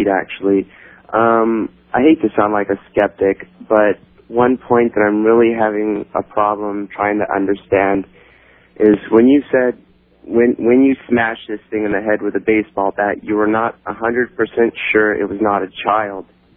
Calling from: Toronto, Ontario, Canada; from Toronto.

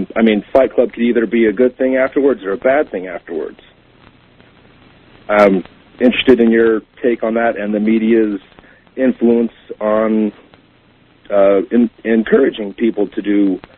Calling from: Boise, Idaho, United States; I'm in Boise.

